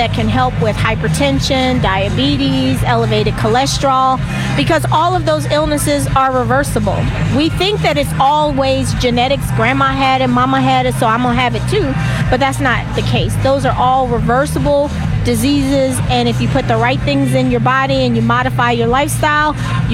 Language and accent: English; Baltimore, Maryland, United States; So I come to CBC every year, and I'm from Baltimore.